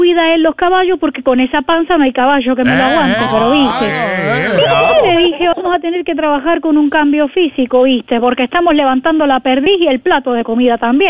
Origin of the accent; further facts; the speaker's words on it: Argentina; Soy argentino de la cuna hasta el cajón.